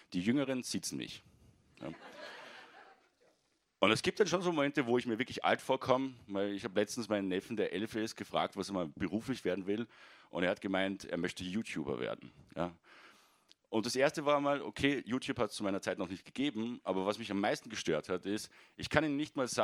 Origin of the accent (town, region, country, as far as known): Salzburg, Austria; moved away as an adult; now in Vienna, Austria